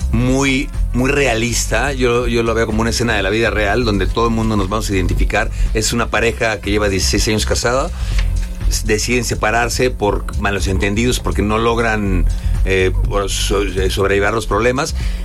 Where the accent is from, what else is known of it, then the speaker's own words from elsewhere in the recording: Querétaro, Mexico; Yo soy de Querétaro.